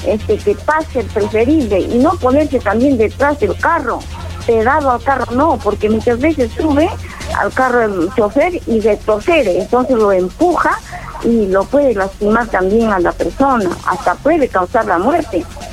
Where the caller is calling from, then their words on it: Peru; acá en el Perú